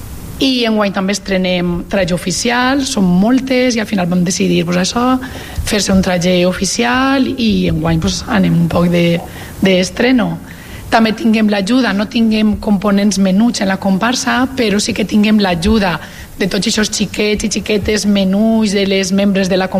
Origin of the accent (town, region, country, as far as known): Bèlgida, Valencian Community, Spain